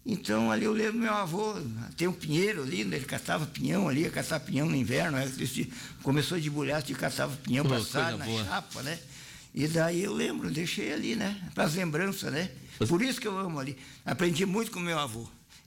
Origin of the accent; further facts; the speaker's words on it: Soledade, Rio Grande do Sul, Brazil; moved away; eu voltar para a minha terra natal, que é Soledade aqui, e o meu Rio Grande do Araçá